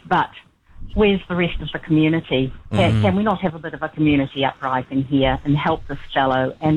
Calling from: Auckland, New Zealand; I'm from Auckland

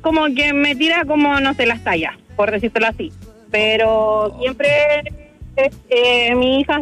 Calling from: Santiago, Santiago Metropolitan Region, Chile; soy de Independencia, pero ahora ando en Renca.

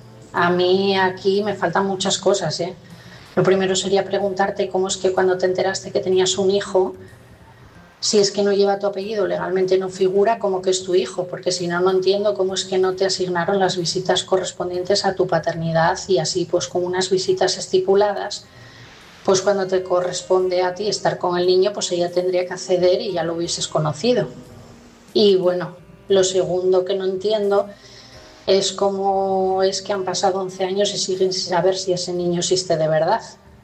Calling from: Asturias, Spain; de Asturias

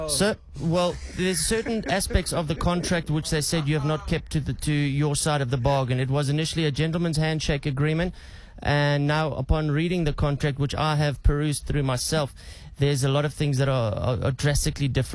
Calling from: Pretoria, Gauteng, South Africa; I'm phoning from Pretoria, sir.

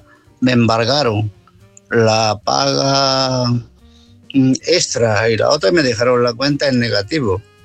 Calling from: Málaga, Andalusia, Spain; de Málaga.

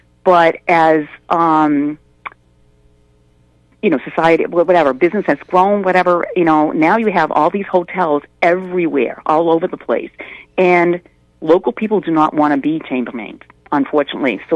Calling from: Webster, Massachusetts, United States; I'm from Webster, obviously, and we only had two hotels.

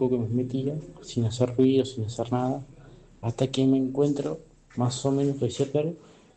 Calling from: Argentina; soy de Argentina.

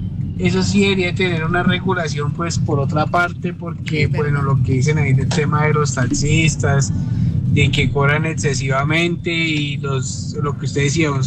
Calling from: Bogotá, Colombia; yo soy taxista de Bogotá también

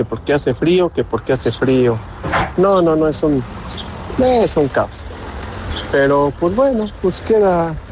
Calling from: Mexico; Estamos aquí en México

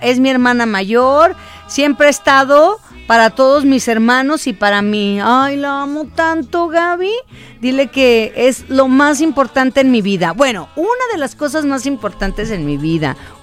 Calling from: El Salto, Jalisco, Mexico; del Salto, Jalisco.

